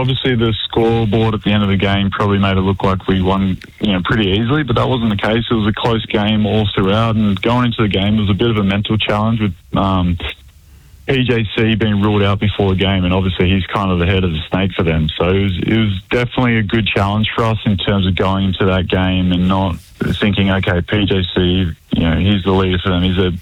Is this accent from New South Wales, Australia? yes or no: yes; Sydney, New South Wales, Australia; I'm from Sydney, so the chance to go back and play for Sydney, the team I grew up going to watch when I was a kid, it meant that I was back around family, back around friends.